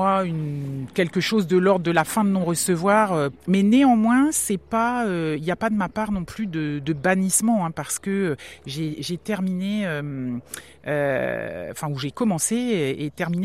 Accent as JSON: {"language": "French", "town": "Saint-Coulitz", "region": "Brittany", "country": "France", "also_born_or_lived": "Brest", "said": "Moi, je viens de Saint-Coulis."}